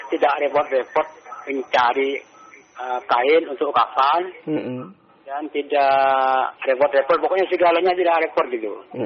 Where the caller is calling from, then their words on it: Pamekasan, East Java, Indonesia; Dari Mayoya, Pemekasan